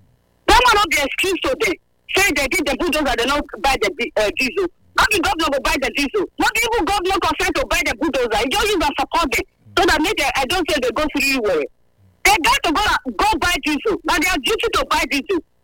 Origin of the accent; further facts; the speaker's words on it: Nigeria; Hello, Abuki, I come from Nigeria.